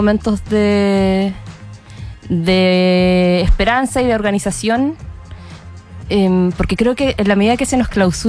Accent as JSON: {"language": "Spanish", "country": "Chile", "said": "yo también crecí muy como en una idea de pesimismo, derrota, entonces creía, no, somos chilenos, somos así"}